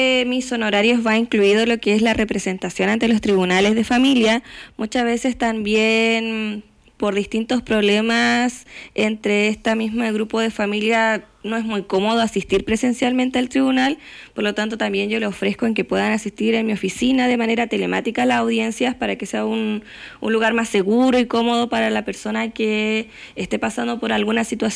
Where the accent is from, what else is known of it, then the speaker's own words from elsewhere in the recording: Ovalle, Coquimbo, Chile; born there; soy abogada, nací acá en Ovalle